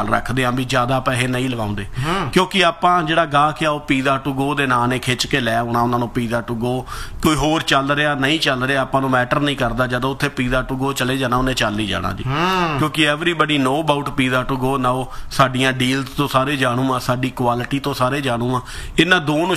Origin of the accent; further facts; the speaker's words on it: Patti, Punjab, India; moved away; ਮੈਂ ਪੱਟੀ ਤੋਂ ਬਿਲੋਂਗ ਕਰਦਾ ਜੀ